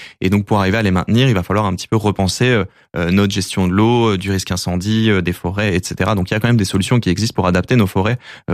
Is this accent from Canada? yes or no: no; the Alps, France; Je viens des Alpes. J'ai vu la mer de glace fondre quasiment à vue d'œil, hein, par rapport à mon enfance.